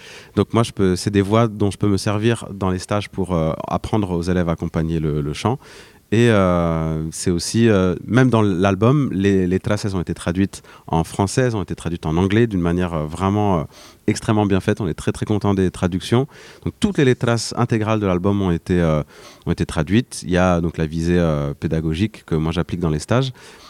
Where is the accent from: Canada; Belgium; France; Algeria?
France; Caen, Normandy; born there; Alors moi, je suis très très heureux de venir présenter donc Memoria de los Cantes Flamencos ici à Caen, ma ville natale, et aussi sur cette scène qui a vu le début de ma carrière il y a 16 ans.